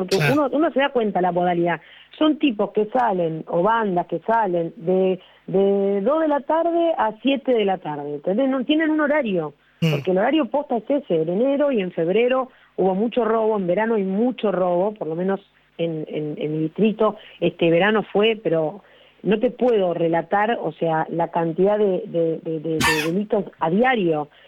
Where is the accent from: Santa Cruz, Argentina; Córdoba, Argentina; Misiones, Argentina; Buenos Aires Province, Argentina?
Buenos Aires Province, Argentina; Quilmes; mi distrito donde vivo desde que nací, porque si bien... O sea, yo nunca me fui de Quilmes, y el barrio cerrado en el que viví también era en Quilmes. Digo, siempre viví allí.